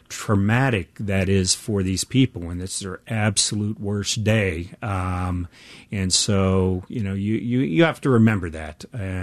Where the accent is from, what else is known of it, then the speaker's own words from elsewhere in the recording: Ohio, United States; moved away; I grew up in Eastern Ohio, and like many of the people I graduated high school with in the 70s, you know, my idea, I was going to go work in the steel mills.